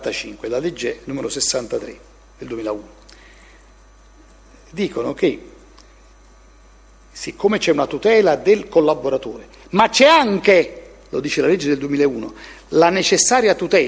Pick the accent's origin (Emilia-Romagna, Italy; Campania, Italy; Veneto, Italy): Campania, Italy; Naples